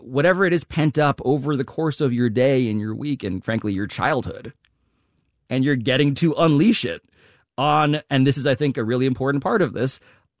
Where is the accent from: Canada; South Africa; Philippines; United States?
Philippines; I just sort of represented this new young person who was vaguely Asian, but also Mexican. I'm Filipino.